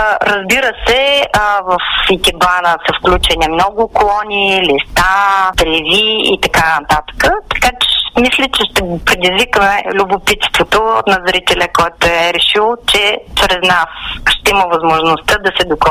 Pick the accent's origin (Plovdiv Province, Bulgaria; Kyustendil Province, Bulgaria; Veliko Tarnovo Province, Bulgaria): Veliko Tarnovo Province, Bulgaria; Veliko Tarnovo; в моя роден град Търново